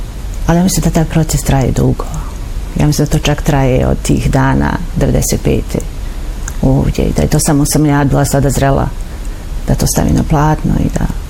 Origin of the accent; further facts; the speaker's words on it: Tuzla, Federation of Bosnia and Herzegovina, Bosnia & Herzegovina; Moja prva izložba u Tuzli, u mom rodnom gradu. Ja sam ovdje rođena i odrasla sam ovdje